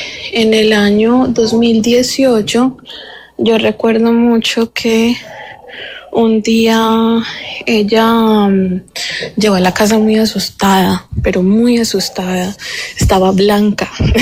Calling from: Cali, Valle del Cauca, Colombia; Desde Cali.

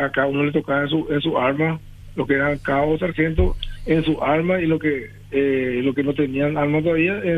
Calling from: Paraguay; y encaramos nuestro camino como paraguayo independiente.

